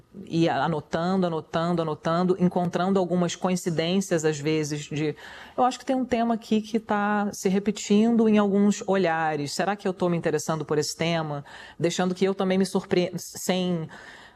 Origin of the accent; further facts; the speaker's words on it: Petrópolis, Rio de Janeiro, Brazil; born there; eu nasci em Petrópolis, uma cidade que teve um papel, uma figura muito sinistra na época da ditadura